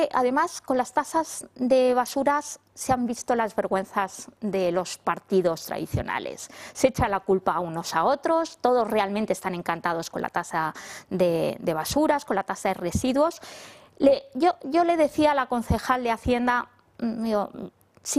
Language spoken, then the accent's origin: Spanish; Madrid, Community of Madrid, Spain; lo que somos nosotros los españoles, los madrileños